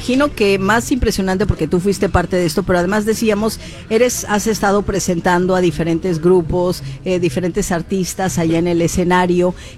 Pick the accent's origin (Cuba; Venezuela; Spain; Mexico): Mexico; De eso estamos hechos también como mexicanas y así mexicanos.